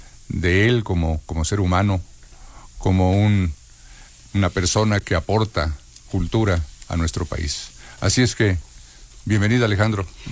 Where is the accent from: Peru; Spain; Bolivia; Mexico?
Mexico; nos hace sentirnos con un gran sabor de pertenencia, ¿no? Como mexicanos.